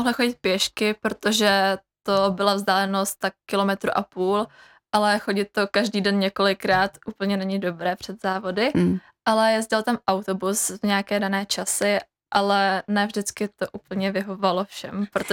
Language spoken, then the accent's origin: Czech; Stříbro, Plzeň Region, Czechia; Já jsem z města Stříbra.